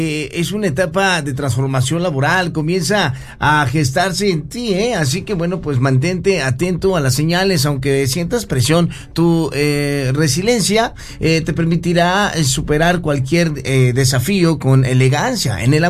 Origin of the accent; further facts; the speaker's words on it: Naranjales, Veracruz, Mexico; Soy de Naranjales, municipio de Cosautlán.